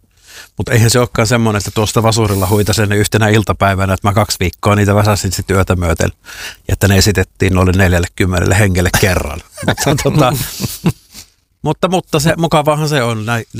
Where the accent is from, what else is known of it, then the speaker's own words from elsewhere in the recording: Joensuu, North Karelia, Finland; also born or lived in Helsinki / Espoo; now in Turku, Finland; mä oon siis Joensuusta lähtöisin, sieltä Helsinkiin, sieltä Espoossa ja nyt Turkuun, niin vahvasti niin kuin länteen mennään.